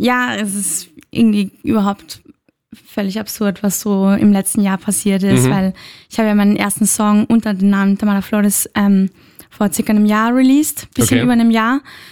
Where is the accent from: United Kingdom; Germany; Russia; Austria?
Austria; born there; Ich bin in Österreich geboren.